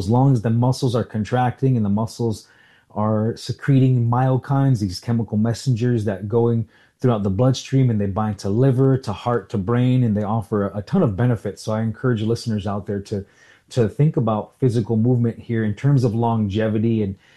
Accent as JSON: {"language": "English", "town": "Salt River", "region": "Arizona", "country": "United States", "tie": "born or raised there"}